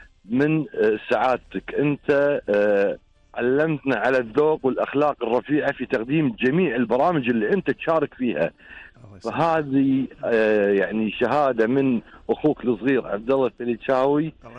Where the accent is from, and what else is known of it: Kuwait